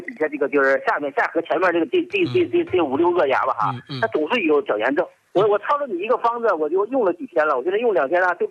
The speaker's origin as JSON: {"language": "Chinese", "region": "Shanxi", "country": "China", "tie": "born or raised there", "said": "我老家是山西的。"}